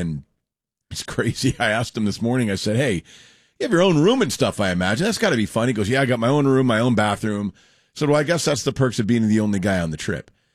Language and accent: English; Rockwall, Texas, United States; I grew up, as everybody knows, I grew up in Rockwall.